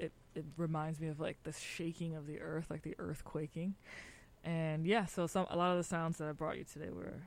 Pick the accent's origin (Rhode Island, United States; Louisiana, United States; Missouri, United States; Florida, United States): Louisiana, United States; New Orleans; I'm from New Orleans, so I have a lot of ancestral vibes in my musical